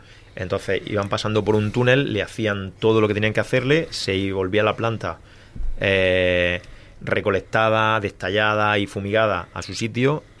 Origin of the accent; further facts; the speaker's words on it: Adra, Andalusia, Spain; Yo soy de Adra y yo sigo teniendo invernadero plano.